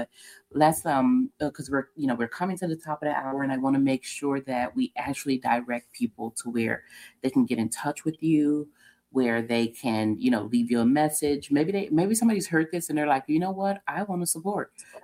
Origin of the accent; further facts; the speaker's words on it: Memphis, Tennessee, United States; now in Columbia, United States; when I was growing up in Memphis